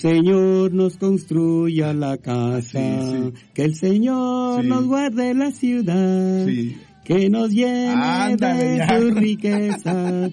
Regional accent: Guatemala; moved away; ¿Quién quiere salir de su país? Cuando yo salí de Guatemala, salí llorando y me pasé años llorando aquí también.

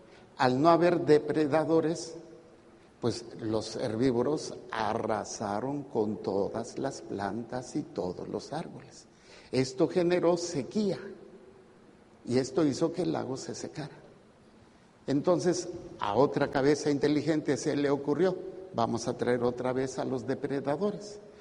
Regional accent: Mexico City, Mexico; Yo soy chilango, sí, es un defecto, dicen

